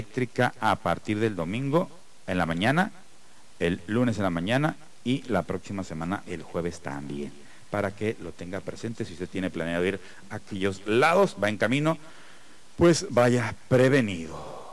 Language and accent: Spanish; Tijuana, Baja California, Mexico; Para quienes somos de Tijuana